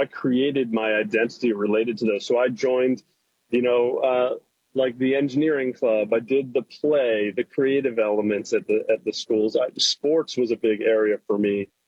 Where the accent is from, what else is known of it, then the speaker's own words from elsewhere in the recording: Baltimore, Maryland, United States; now in Philadelphia, United States; Yeah, so I live in suburban Philadelphia now, but I grew up in Baltimore, and I am the middle of two sisters.